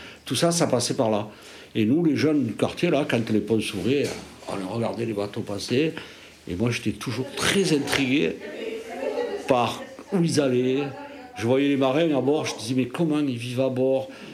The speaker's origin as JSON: {"language": "French", "town": "Auriac", "region": "Auvergne-Rhône-Alpes", "country": "France", "tie": "born or raised there", "moved": "yes", "said": "Je suis natif d'Auriac, dans le Cantal"}